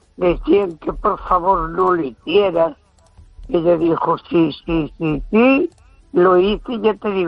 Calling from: A Coruña, Galicia, Spain; de Coruña.

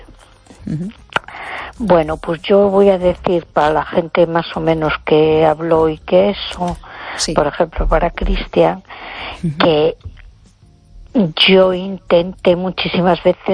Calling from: A Coruña, Galicia, Spain; de Coruña.

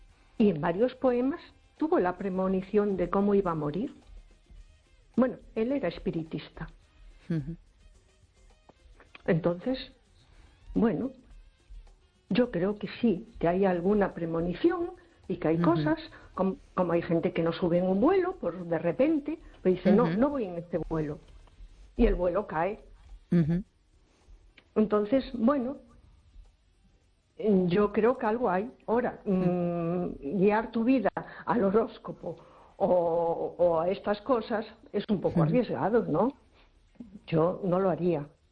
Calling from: A Coruña, Galicia, Spain; de Coruña.

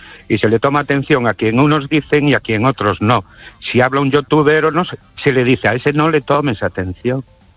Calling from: Ourense, Galicia, Spain

